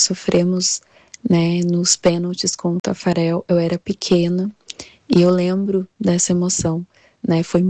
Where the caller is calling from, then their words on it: Brazil; Eu sou brasileira